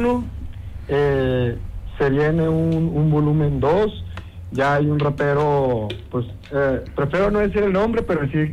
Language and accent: Spanish; Sonora, Mexico; moved away; lo que se hace allá en mi estado, en Sonora.